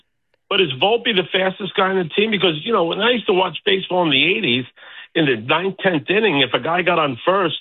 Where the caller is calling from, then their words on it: Rockland County, New York, United States; 30 years in Rockland's enough.